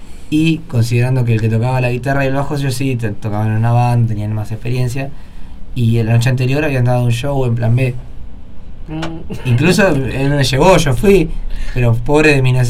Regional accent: San Miguel, Buenos Aires Province, Argentina; born there; now in General Rodríguez, Argentina; San Miguel.

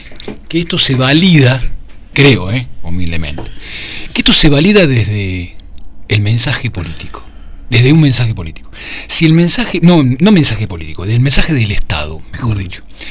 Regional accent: Argentina

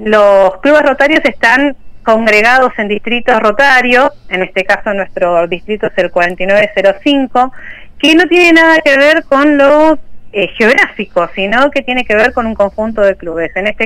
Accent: Lomas de Zamora, Buenos Aires Province, Argentina; No soy de Rodríguez, soy de Lomas de Zamora.

